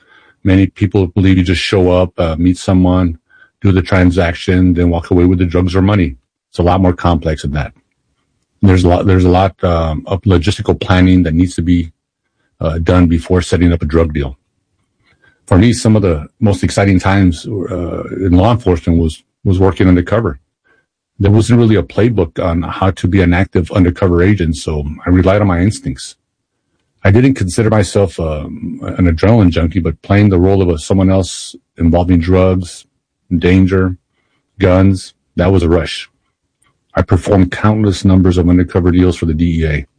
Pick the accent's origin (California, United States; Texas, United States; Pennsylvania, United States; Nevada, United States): Texas, United States; El Paso; I was assigned to my hometown in El Paso, Texas. I was born and raised in El Paso, so I was familiar with the culture, the people, in the streets of the city. I was one of three agents that were Hispanic in the DA office.